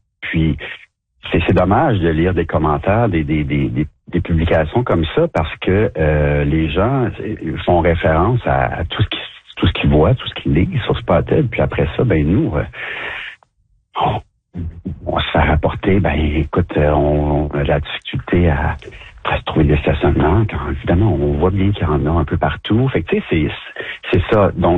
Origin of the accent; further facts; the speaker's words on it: Montreal, Quebec, Canada; je suis Montréalais d'origine. Donc, j'ai vu la rue Mont-Royal, la rue Ontario.